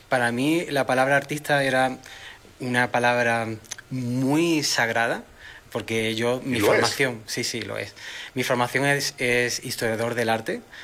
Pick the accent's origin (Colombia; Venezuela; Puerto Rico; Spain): Spain; Málaga, Andalusia; sobre la identidad de de donde vengo, es decir, de Málaga, España, hacia México